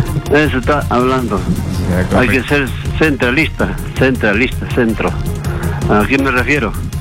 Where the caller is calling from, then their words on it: Ica, Peru; De acá, de Ica